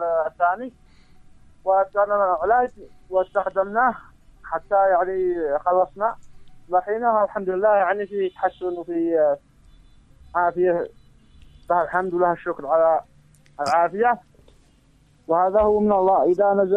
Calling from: Dhamar, Yemen; من أهالي دمار مدينة جبل الشرق قرية بني نشوان محل الحصبي

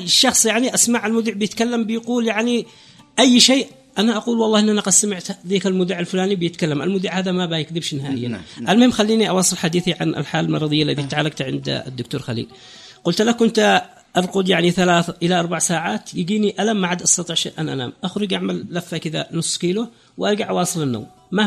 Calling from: Raymah, Yemen; انا من ريما

